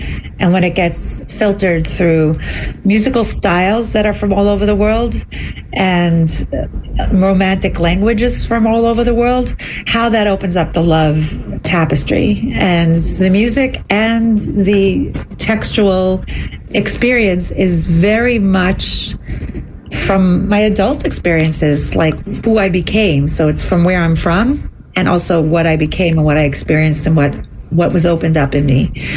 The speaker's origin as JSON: {"language": "English", "town": "Brooklyn", "region": "New York", "country": "United States", "tie": "born or raised there", "said": "I come from a very fundamentalist culture. I come from Borough Park, Brooklyn, and I grew up ultra-Orthodox"}